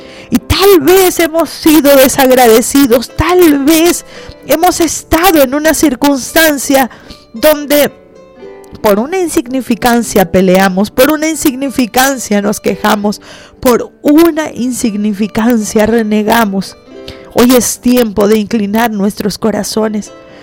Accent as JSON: {"language": "Spanish", "country": "Venezuela", "said": "el escenario que estamos viviendo como venezolanos"}